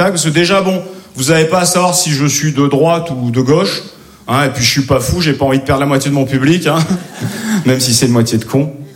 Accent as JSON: {"language": "French", "region": "Corsica", "country": "France", "said": "moi je suis corse"}